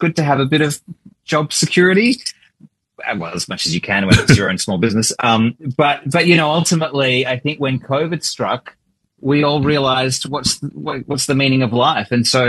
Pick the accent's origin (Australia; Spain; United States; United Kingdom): Australia; Melbourne, Victoria; moved away as an adult; now in Sydney, Australia; growing up in Melbourne